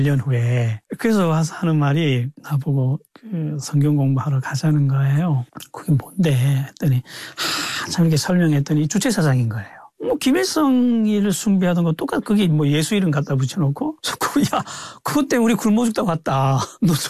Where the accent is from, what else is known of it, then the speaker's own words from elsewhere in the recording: North Korea; moved away; also born or lived in Yanbian, China; 제가 북한에서 온거 알게 됐어요.